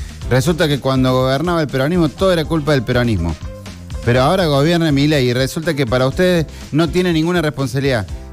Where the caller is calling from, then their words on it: San Francisco, Córdoba, Argentina; Hola, gente de LB2 … de San Francisco.